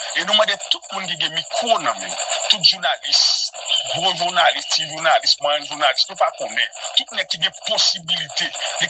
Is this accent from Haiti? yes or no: yes; Haiti; en tant qu'Haïtien avec Haïtien